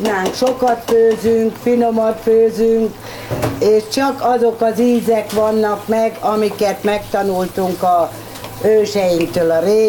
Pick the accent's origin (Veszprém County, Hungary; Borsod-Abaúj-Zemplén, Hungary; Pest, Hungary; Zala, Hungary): Pest, Hungary; Dunakeszi; also born or lived in Tiszafüred; én már kisgyerek, épp hogy csak ott megszülettem, de itt nőttem föl Dunakeszin az egész család